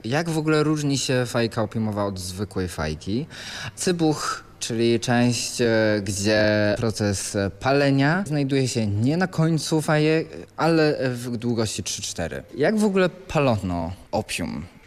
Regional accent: China; moved away; Pochodzę z Chin.

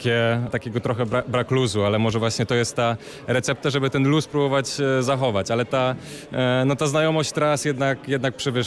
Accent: Gliwice, Silesian Voivodeship, Poland; Jestem z Gliwic, także no tutaj mam rzut beretem. Znam te trasy.

